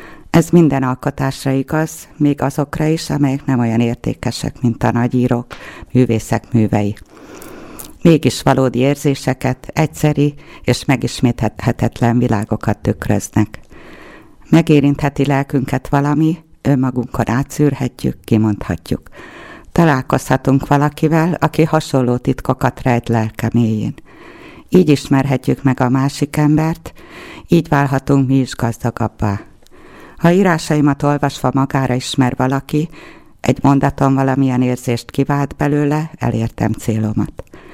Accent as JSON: {"language": "Hungarian", "region": "Csongrád-Csanád", "country": "Hungary", "tie": "born or raised there", "said": "Szülőföldem Szeged környéke visszahúz, de a Bükk csodálatos tájét sem hagynám el soha."}